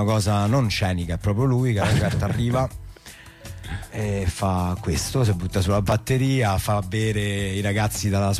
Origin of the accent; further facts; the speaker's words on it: Lazio, Italy; Io sono della Tuscia Viterbese.